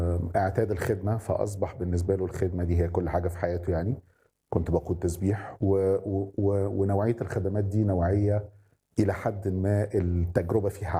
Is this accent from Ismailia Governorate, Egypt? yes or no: yes; Ismailia, Ismailia Governorate, Egypt; moved away as an adult; now in Cairo, Egypt; أنا أصلا من إسماعيلية واتربيت في إسماعيلية